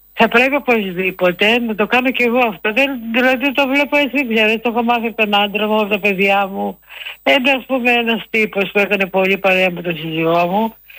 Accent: Western Greece, Greece; now in Patras, Greece; Λοιπόν, η καταγωγή μου είναι από την Ηλία, αλλά μένω στην Πάτρα.

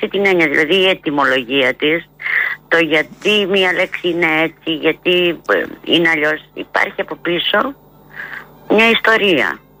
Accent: Greece; εγώ λοιπόν μας θαυμάζω σαν Έλληνες για τη γλώσσα μας

